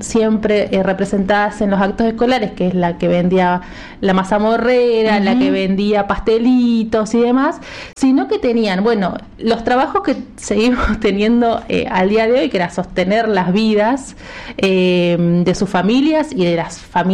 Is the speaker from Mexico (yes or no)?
no; Argentina